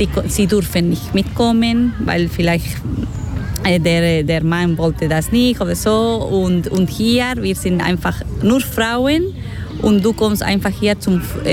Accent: Spain; German is a second language; Also zum Beispiel bei uns in Spanien, wir haben eine große Familie. Und das ist typisch an Weihnachten, wir treffen alle zum Essen, Abendessen.

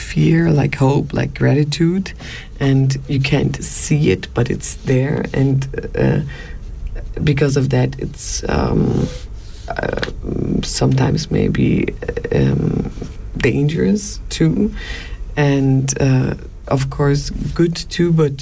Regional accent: Berlin, Germany; now in Solothurn, Switzerland; It was funny because always when I said I'm from Berlin, the people were like, "What, from Berlin to Solothurn? Are you crazy? Everyone is going to Berlin from Solothurn."

